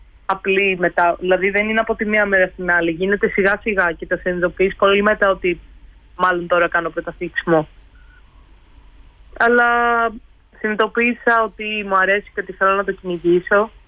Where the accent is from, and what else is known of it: Edessa, Central Macedonia, Greece; now in Athens, Greece